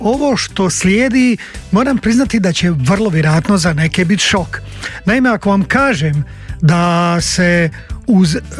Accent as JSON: {"language": "Croatian", "region": "Bosnian Posavina", "country": "Bosnia & Herzegovina", "said": "kako ja potječem iz Bosanske Posavine, meni je srce odmah naraslo ko tepsija"}